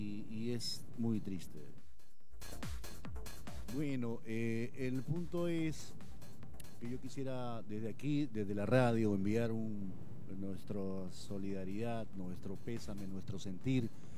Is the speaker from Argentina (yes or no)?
no; Piura, Peru; Me siento triste como piurano